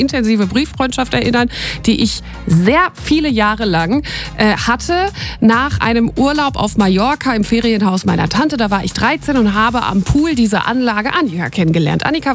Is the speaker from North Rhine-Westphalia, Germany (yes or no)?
yes; North Rhine-Westphalia, Germany; Wir sind aus dem Ruhrpott, wir sind sehr kommunikativ, wir sind sehr direkt.